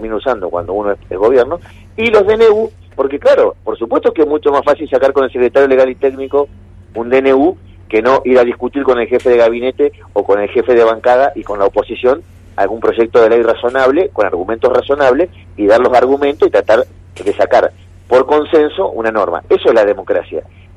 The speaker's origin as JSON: {"language": "Spanish", "country": "Argentina", "said": "como somos los argentinos"}